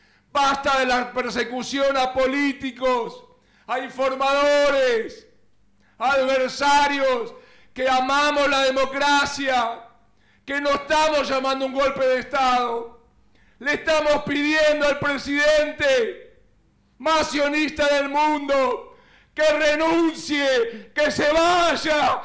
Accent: Argentina; Soy un patriota, soy un argentino.

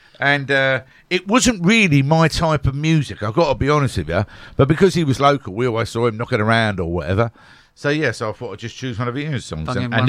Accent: Upminster, London, United Kingdom; Yeah, it's … because I grew up in Upminster.

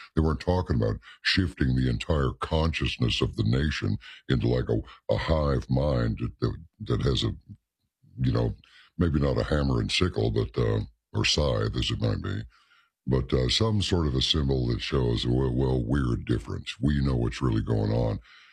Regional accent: Wales, United Kingdom; No, but I'm from Wales, and you're an American.

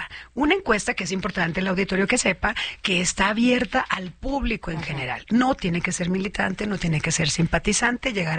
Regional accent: Hermosillo, Sonora, Mexico; Yo soy de Hermosillo.

